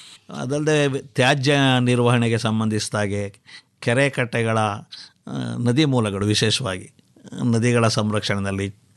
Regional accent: Mandya district, Karnataka, India; ನಾವು ಮಂಡ್ಯ ಜಿಲ್ಲೆಯವರೇ, ಅಲ್ಲಿ ನಮ್ಮ ಬೋರ್ಡಲ್ಲಿರುವಂಥವರೆಲ್ಲ ಸಾಕ ಎಲ್ಲರೂ ಮಂಡ್ಯ ಜಿಲ್ಲೆಯಲ್ಲೇ ಇದ್ದೀವಿ, ಅಲ್ಲೇ ಕೆಲಸ ಮಾಡ್ತಾ ಇದ್ದೀವಿ.

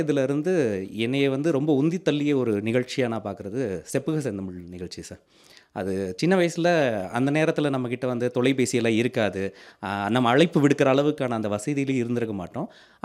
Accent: Theni district, Tamil Nadu, India; சொந்த ஊர் தேனி மாவட்டம்

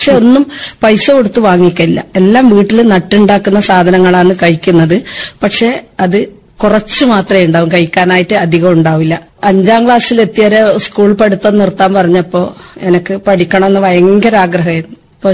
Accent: Chavassery, Kerala, India; മട്ടന്നൂരിനടുത്ത് ചാവശ്ശേരി എന്ന എന്റെ ജന്മസ്ഥലം.

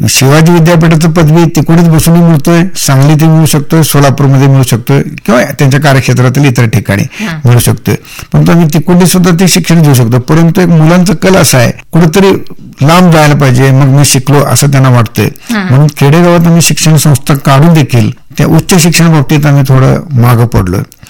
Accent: Tikondi, Maharashtra, India; मी स्वतःहून तिकोंडीतनं शिकून तिकोंडीचं जन्म घेऊन मी बाहेर शिकत होतो आणि माझ्या गावी शिकायला बाहेर येत होता.

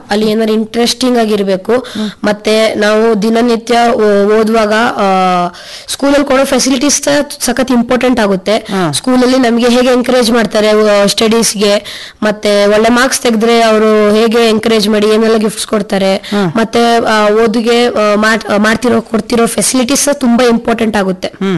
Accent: Kushalnagar, Karnataka, India; born there; ಕುಶಾಲ್ ನಗರದಲ್ಲಿ. ಅಲ್ಲಿ ತುಂಬಾ ಮೆಮೊರೀಸ್ ಇದೆ ನಂಗೆ.

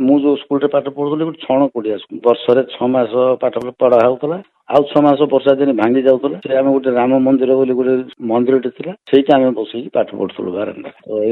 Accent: Rayagada, Odisha, India; born there; ମୋର ନିଜ ଜନ୍ମସ୍ଥାନ ହେଲା ରାୟଗଡ଼ା, ବର୍ତ୍ତମାନ ସେଟା ରାୟଗଡ଼ା ଜିଲ୍ଲା ରାୟଗଡ଼ା ସହର। ମୁଁ ଯେତେ 1960 ମସିହାରେ ମୋର ଜନ୍ମ

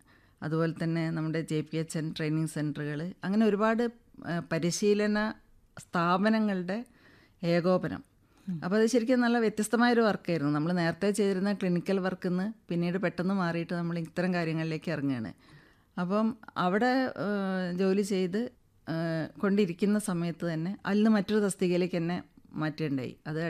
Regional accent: Kozhikode, Kerala, India; എൻ്റെ നാടാണ്, പിന്നെ ഞാൻ ജനിച്ചു വളർന്നത് കുതിരവട്ടം എന്നുള്ള പ്രദേശത്താണ്.

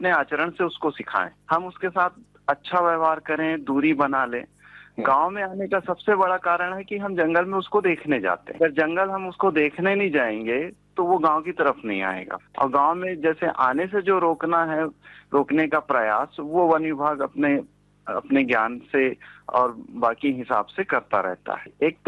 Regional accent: Bilaspur, Chhattisgarh, India; बिलासपुर छत्तीसगढ़ का निवासी हूँ।

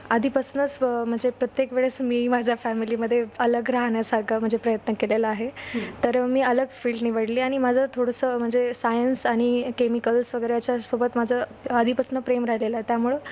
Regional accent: Phulwal, Maharashtra, India; मी फुलवळची आहे आणि मी आज बी फार्मसी तृतीय वर्षातील विद्यार्थिनी आहे.

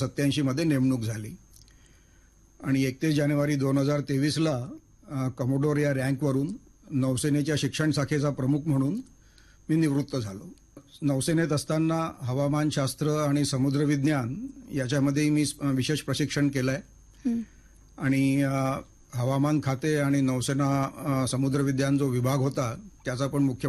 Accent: Nagpur, Maharashtra, India; moved away as an adult; माझा जन्म आणि शिक्षण नागपुरात झालंय. नागपूर विद्यापीठातून MSc केल्यानंतर

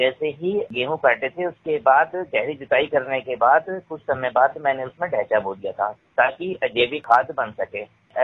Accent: Gajraula, Uttar Pradesh, India; गजरोला, जिला अमरोहा का रहने वाला हूँ।

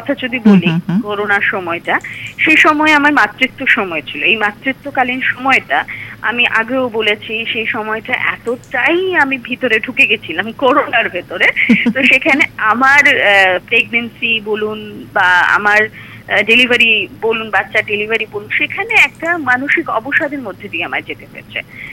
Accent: Agartala, Tripura, India; আমাদের আগরতলাতে, আমাদের ত্রিপুরাতে

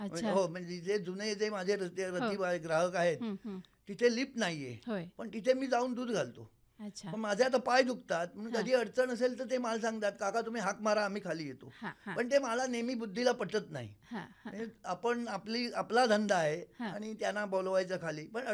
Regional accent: Maharashtra, India; माझा जन्म कोथोड्यात झाला.

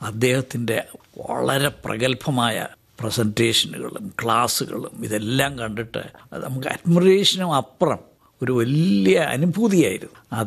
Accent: Aluva, Kerala, India; born there; also born or lived in Kundara / Thiruvananthapuram; ഞാൻ ജനിച്ചത് കുണ്ട്രയിലാണ്, വളർന്നത് ആലുവയിലാണ്. അച്ഛൻ അവിടെയായിരുന്നു ജോലി. അത് കഴിഞ്ഞിട്ട് വീണ്ടും കുണ്ട്രയിൽ വന്നു. 1954 തിരുവനന്തപുരത്ത് വന്നു.

